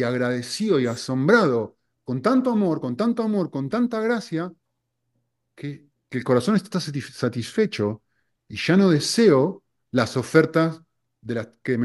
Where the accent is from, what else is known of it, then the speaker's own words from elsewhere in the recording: Argentina; soy argentino